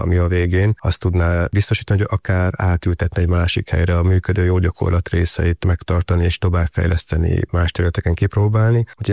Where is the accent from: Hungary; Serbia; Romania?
Hungary; moved away as an adult; also born or lived in Nyíregyháza; now in Budapest, Hungary; alapból egy kis faluból származom